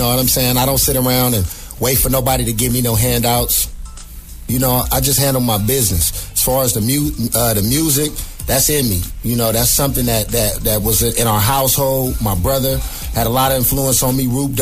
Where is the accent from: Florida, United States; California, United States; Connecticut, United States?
California, United States; Sacramento; also born or lived in Oakland, California; Originally, representing this Northern California 916, born in Oakland, raised in 916